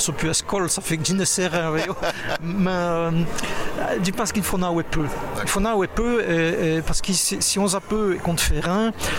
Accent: Bioul, Wallonia, Belgium; also born or lived in Namur; J'ai demeuré à Biou.

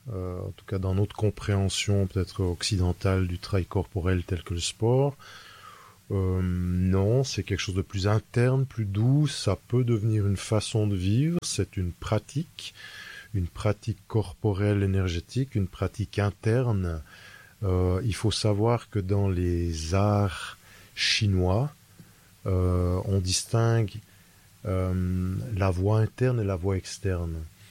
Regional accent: Switzerland; born there; je suis né en Suisse, j'ai 46 ans

